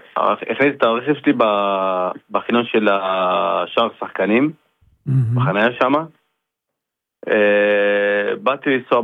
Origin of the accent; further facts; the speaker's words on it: Netanya, Central District, Israel; born there; אני גדלתי והתחנכתי בנתניה, כאילו מכיתה זין עד כיתה י' ב'